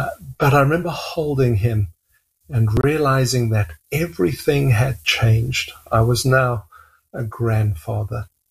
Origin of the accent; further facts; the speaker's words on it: South Africa; accent: South African; moved away as an adult; also born or lived in London, England; now in Canada; I was born in London, England, a Scottish father, an English mother. And when I was a child, we immigrated to South Africa, and that's my accent. I lived in South Africa for 25 years.